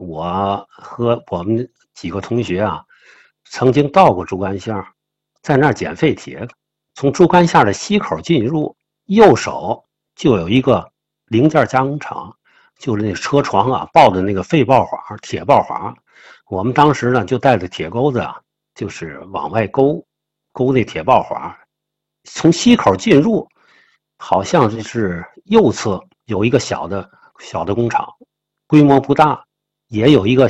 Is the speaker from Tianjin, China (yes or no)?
yes; Tianjin, China; 在这个俩桥之间，这个南运河就成了我们小时候的那个楚河汉界了